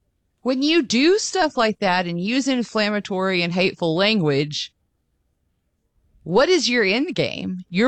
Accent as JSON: {"language": "English", "town": "Birmingham", "region": "Alabama", "country": "United States", "tie": "born or raised there", "said": "I grew up in Birmingham."}